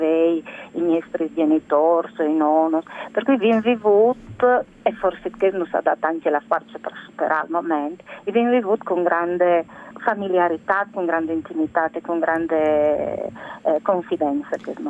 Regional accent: Gemona del Friuli, Friuli-Venezia Giulia, Italy; io sono di Glemone

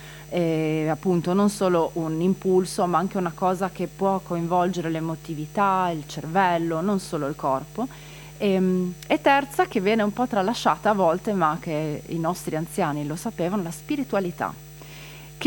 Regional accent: Friuli-Venezia Giulia, Italy; Ma noi siamo un po' strani perché siamo in Venezia Giulia, ma sì, siamo anche friulani.

